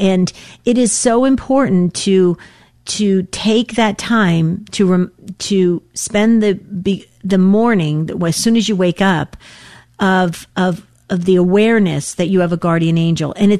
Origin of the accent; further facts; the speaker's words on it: New Jersey, United States; now in Arizona, United States; I grew up in New Jersey